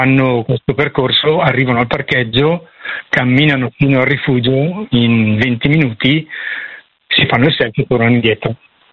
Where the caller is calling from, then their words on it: Lombardy, Italy; Anche io vengo dalla provincia di Brescia